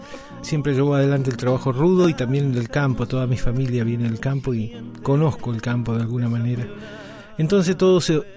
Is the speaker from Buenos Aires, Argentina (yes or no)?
no; Esquel, Chubut, Argentina; born there